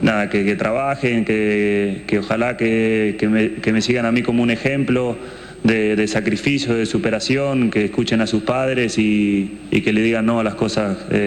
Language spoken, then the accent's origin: Spanish; Argentina; quiero que nos recuerden como cualquier argentino, que somos trabajadores, que nunca nos damos por vencido